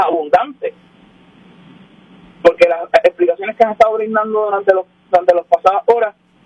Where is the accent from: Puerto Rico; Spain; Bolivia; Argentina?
Puerto Rico; somos el pueblo de Puerto Rico